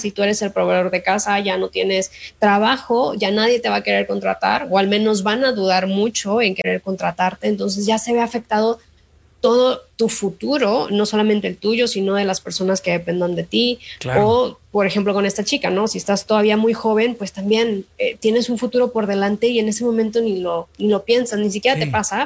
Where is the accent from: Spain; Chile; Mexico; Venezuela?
Mexico